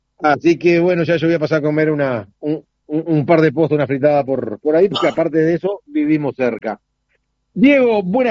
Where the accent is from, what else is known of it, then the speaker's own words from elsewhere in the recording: Soca, Canelones, Uruguay; moved away; soy de Soca, yo, en mi pueblo. Y me preguntan, ¿de dónde estoy? Yo sigo siendo de Soca, aunque viva en otro lado, sigo siendo de Soca.